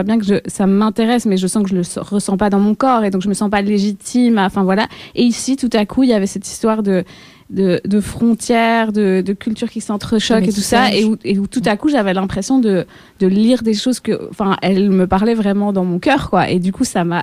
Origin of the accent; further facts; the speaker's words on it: Belgium; also born or lived in Mexico; moi j'ai une maman mexicaine et un papa belge. Je suis née au Mexique, mais j'ai grandi en Belgique. Je suis blanche.